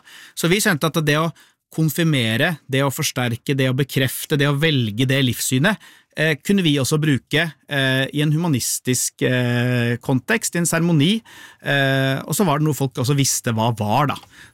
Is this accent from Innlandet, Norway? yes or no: no; Lier, Buskerud, Norway; i hvert fall der jeg vokste opp i Lier.